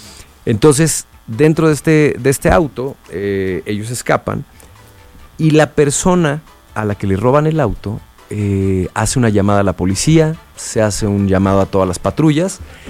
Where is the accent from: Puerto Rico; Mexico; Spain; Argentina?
Mexico; Por la duda que nosotros como mexicanos tenemos de nuestras instituciones.